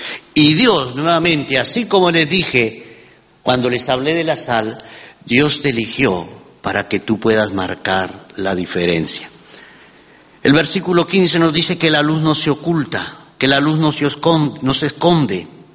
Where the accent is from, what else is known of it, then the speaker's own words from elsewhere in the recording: Cuba; pastor, yo soy cubano y yo soy pastor.